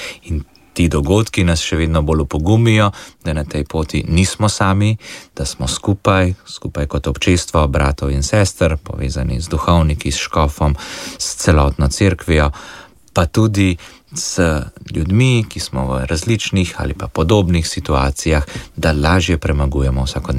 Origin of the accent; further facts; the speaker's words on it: Kranj, Upper Carniola, Slovenia; Glede na to, da sem doma iz Mlake pri Kranju, torej župnija Kokrica, imam Brezje zelo blizu